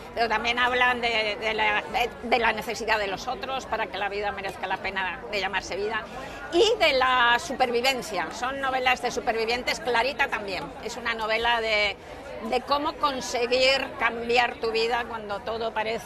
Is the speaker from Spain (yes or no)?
yes; Madrid, Community of Madrid, Spain; soy de Madrid, y llevo 46 años firmando en la Feria del Libro